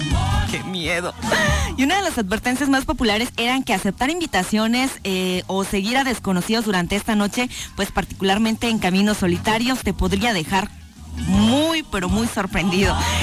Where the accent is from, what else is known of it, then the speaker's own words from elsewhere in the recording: Oaxaca, Mexico; Por allá de donde yo soy, hay un lugar que se llama San Bartolo Yautepec.